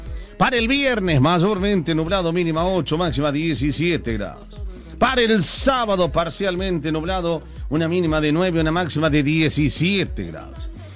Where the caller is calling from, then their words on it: Anizacate, Córdoba, Argentina; junto con mis compañeros de producción, somos de Canteras, el Alto de Anizacate.